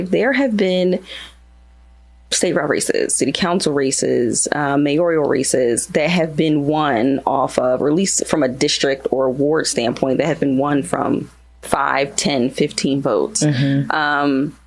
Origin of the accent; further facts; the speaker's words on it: Philadelphia, Pennsylvania, United States; I'm born and raised in Philly.